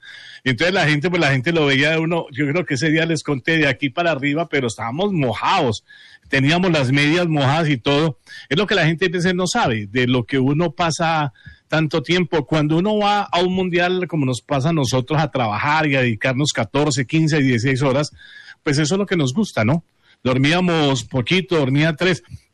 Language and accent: Spanish; Pereira, Risaralda, Colombia; Somos colombianos, pero somos de Pereira.